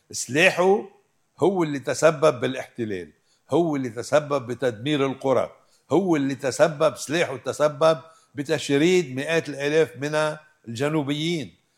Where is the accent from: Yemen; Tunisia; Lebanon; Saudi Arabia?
Lebanon; بس إنما نحن كلبنانيين